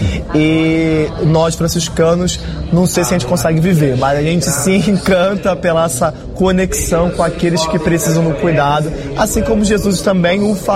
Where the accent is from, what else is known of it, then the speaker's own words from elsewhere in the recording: Nilópolis, Rio de Janeiro, Brazil; now in São Paulo, Brazil; Eu sou natural de Nilópolis, Rio de Janeiro, mas hoje, de modo muito especial, eu venho do extremo norte da cidade de São Paulo, um bairro chamado Jardim Imperialto.